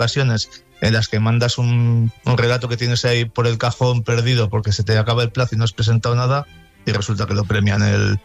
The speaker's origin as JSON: {"language": "Spanish", "town": "Haro", "region": "La Rioja", "country": "Spain", "said": "en el certamen San Felices del Bilibio, que además es de mi pueblo, en Aro"}